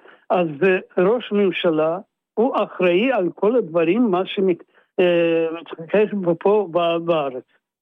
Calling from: the Krayot, Haifa District, Israel; אני אמרתי לך, קריות.

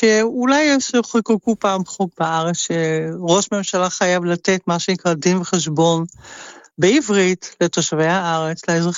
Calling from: Netherlands; אני מדברת מהולנד.

